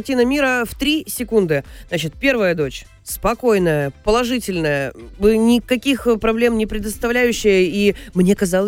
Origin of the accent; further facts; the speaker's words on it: Kirov, Kirov Oblast, Russia; moved away as an adult; я же родилась в Кирове и прожила там счастливых 23 года.